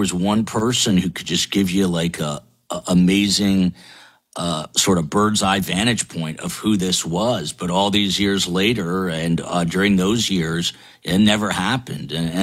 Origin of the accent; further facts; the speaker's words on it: New Jersey, United States; and I grew up in New Jersey, and I remember my parents taking me into Manhattan through the Lincoln Tunnel